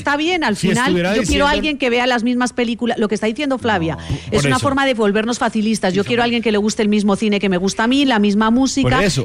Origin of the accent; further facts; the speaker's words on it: Basque Country, Spain; now in Medellín, Colombia; Yo que soy vasca